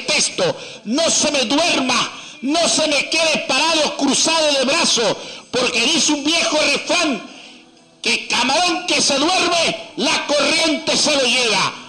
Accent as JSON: {"language": "Spanish", "region": "Piura", "country": "Peru", "tie": "born or raised there", "said": "tengo 32 años, soy natural de Piura."}